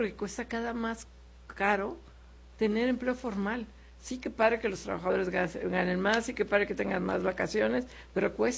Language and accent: Spanish; Mexico; porque si alguien sabemos de esto, somos nosotros los mexicanos